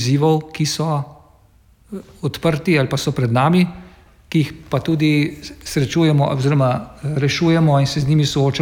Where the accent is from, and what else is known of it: Mirna Peč, Southeast Slovenia, Slovenia; born or raised there